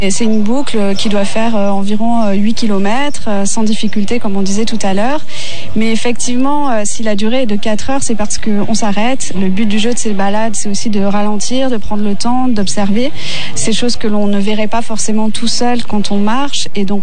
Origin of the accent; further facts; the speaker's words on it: Occitanie, France; J'ai grandi ici, dans les Cévennes, et puis je suis partie plusieurs années pour vivre d'autres aventures un peu